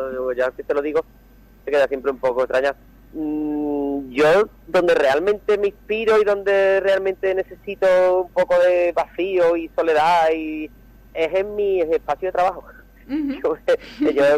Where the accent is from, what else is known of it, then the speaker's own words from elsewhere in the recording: Écija, Andalusia, Spain; que soy el artesano, que soy de Écija, y que soy el artesano que va al carnaval de Cádiz.